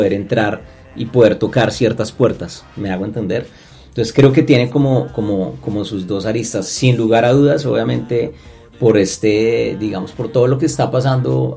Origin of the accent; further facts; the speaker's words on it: Colombia; now in United States; Colombia claramente somos uno de los, digamos, de los países que tenemos más visibilidad